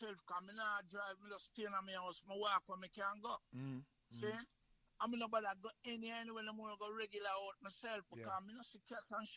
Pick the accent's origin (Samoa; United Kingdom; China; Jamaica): Jamaica; now in New York, United States; I'm there for donkey years. I'm still a Jamaican.